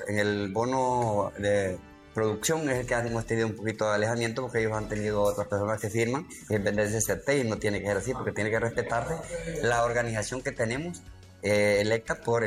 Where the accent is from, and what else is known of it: Morazán, Yoro, Honduras